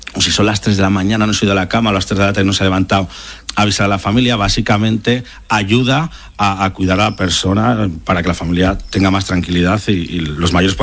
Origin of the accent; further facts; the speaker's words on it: Zaragoza, Aragon, Spain; yo en la mía, en Siche, somos de Zaragoza, pero vivimos ahí